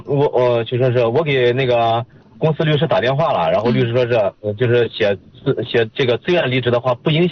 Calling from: Linyi, Shandong, China; 我是临沂的。

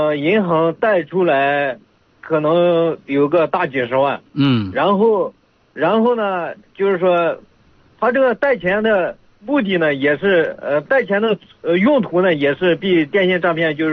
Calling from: Jishan, Shanxi, China; 我是咱们稷山的。

